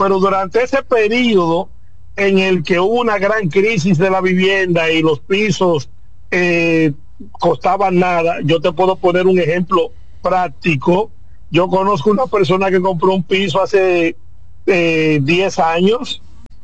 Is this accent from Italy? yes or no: no; Dominican Republic; también hay dominicanos.